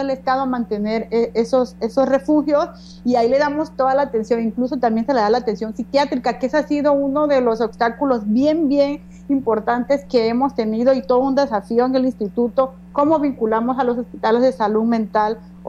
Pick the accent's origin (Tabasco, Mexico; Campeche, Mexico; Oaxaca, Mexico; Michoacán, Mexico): Tabasco, Mexico; tenemos la obligatoriedad como tabasqueñas, como mexicanas